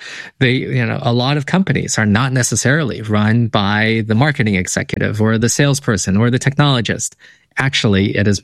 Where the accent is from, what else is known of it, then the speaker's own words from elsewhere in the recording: Canada; And speaking as a Canadian who is feeling the United States sometimes throwing its weight aground a little bit too much to the north